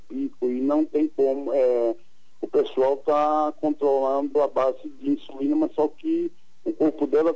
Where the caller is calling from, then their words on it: Arapiraca, Alagoas, Brazil; Eu falo de Arapiraca, Alagoas.